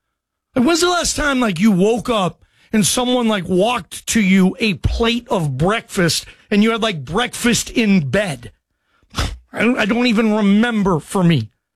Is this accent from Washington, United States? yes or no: yes; Seattle, Washington, United States; I'm from Seattle.